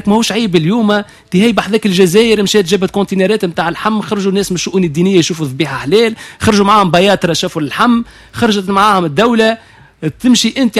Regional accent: Sfax, Sfax Governorate, Tunisia; قبل انا صغير نعرف كي الشعال وبزويته والسلامه اللي غير عندنا في صفاقس،

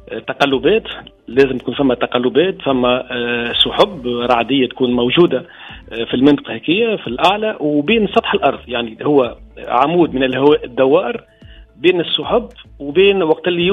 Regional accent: Menzel Farsi, Monastir Governorate, Tunisia; كنت شاهد أيام أستاذ هدى في عام 2009 في شهر سبتمبر وصورته حتى بالهاتف متاعي 2009 في من منزل فارسي مدينتي في اتجاه عمارة الحجاج

